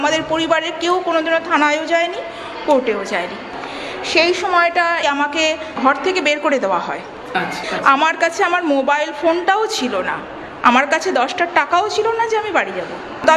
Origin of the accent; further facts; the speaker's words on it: Assam, India; moved away as an adult; তখন আমি যেহেতু আসামের মেয়ে এবং আমার মানে ওয়েস্ট বেঙ্গলে আসাটা থাকাটা সম্পূর্ণ নতুনভাবে, আমার কাছে সম্পূর্ণ শহরটা ছিল একদম নতুন একটা শহর